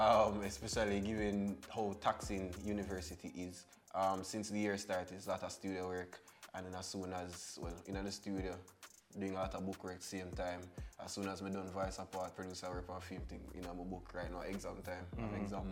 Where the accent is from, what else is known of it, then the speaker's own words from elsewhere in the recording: Saint James, Jamaica; So I'm from St. James, Mobile to be exact, you know. Granville, we go Granville every time.